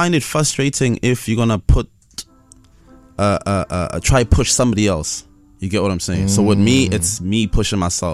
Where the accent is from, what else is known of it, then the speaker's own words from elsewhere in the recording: Vosloorus, Gauteng, South Africa; So I'm from the hood. I'm from Kasi. I'm from Vosloorus, the east of Joburg. It's a township called Vosloorus.